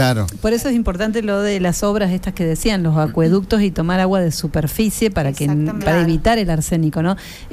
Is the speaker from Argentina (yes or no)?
yes; San Cristóbal, Santa Fe, Argentina; moved away; Yo vengo de San Cristóbal, Santa Fe, donde hay mucho arsénico. Una zona compleja en general por un montón de cosas